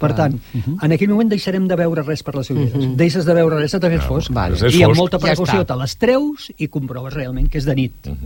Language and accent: Catalan; Tarragona, Catalonia, Spain; born there; festa a Tarragona, on serà Total i és la meva ciutat natal.